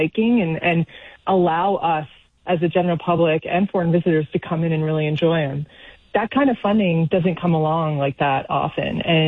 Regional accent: Pennsylvania, United States; we were talking about Valley Forge National Park because I grew up in Pennsylvania, and it's, everyone has that connection to their local park, right?

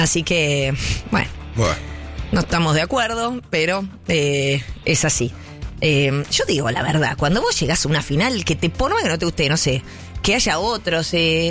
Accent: Argentina; nosotros somos argentinos y siempre vamos a hinchar por nuestros jugadores.

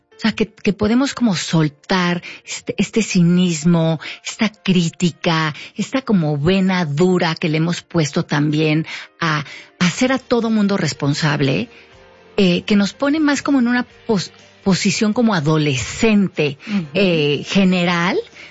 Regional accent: Mexico; entender como mexicanos que la queja no nos lleva a ningún lado.

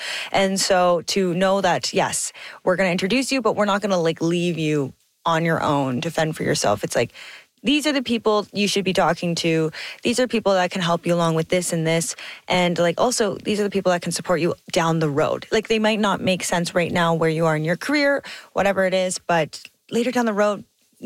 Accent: Thunder Bay, Ontario, Canada; I'm from Thunder Bay, which in, yeah, technicalities is a city, but not in comparison to Toronto.

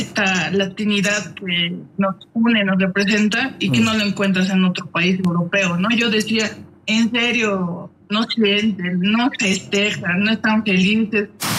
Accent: Bolivia; moved away

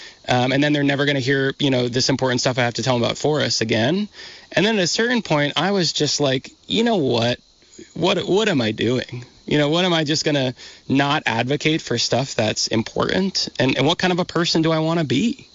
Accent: Vermont, United States; and I'm from Vermont and I like have certain attributes that make it easier for them to do that.

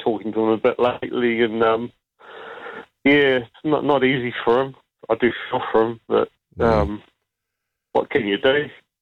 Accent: New Zealand; one good thing about being a Kiwi is going to events like that.

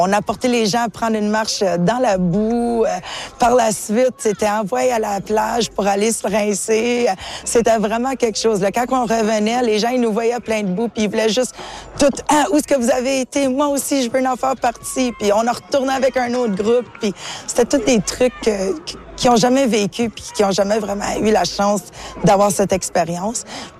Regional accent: Moonbeam, Ontario, Canada; also born or lived in Kapuskasing; moi, je viens de Moonbeam originalement, de Kapuskasing et de Moonbeam.

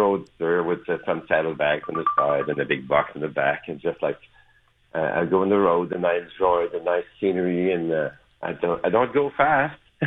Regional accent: Montreal, Quebec, Canada; we're from Montreal, so it takes us about 1 hour and 40 or 35 minutes

